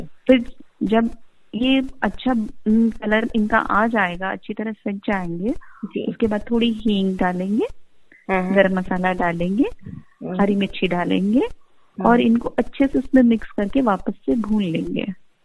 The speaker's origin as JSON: {"language": "Hindi", "region": "Rajasthan", "country": "India", "lives_now": "Bangalore, India"}